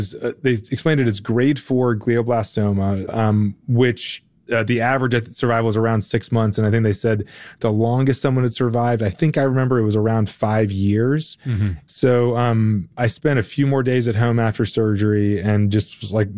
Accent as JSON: {"language": "English", "town": "Raleigh", "region": "North Carolina", "country": "United States", "tie": "born or raised there", "said": "So I grew up in Raleigh, North Carolina, where college sports are really big"}